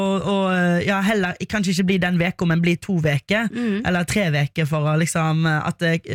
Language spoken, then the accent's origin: Norwegian; Western Norway, Norway; Jeg har det, men det veldig godt å kjede seg hjemme på Vestlandet, altså.